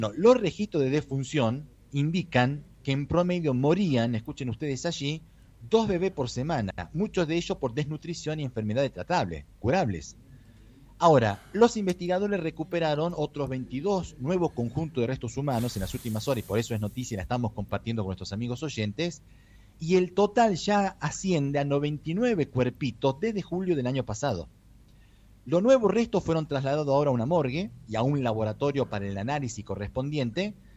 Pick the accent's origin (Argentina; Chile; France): Argentina; no hay como el argentino que sabe superar los obstáculos, ¿no es cierto?